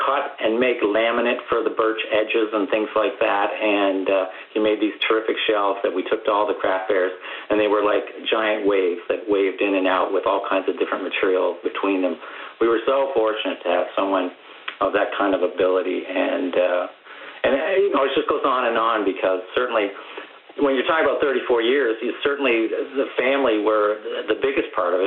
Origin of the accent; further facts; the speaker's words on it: Ontario, Canada; now in Newfoundland and Labrador, Canada; I remember growing up in Ontario, I kept thinking, how big is that province?